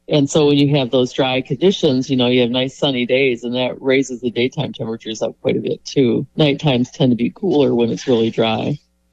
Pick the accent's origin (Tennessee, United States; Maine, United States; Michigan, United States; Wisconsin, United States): Michigan, United States; it stays hot forever compared to where I grew up in Michigan.